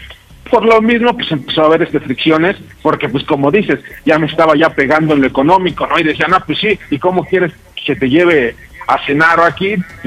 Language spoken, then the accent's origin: Spanish; Azcapotzalco, Mexico City, Mexico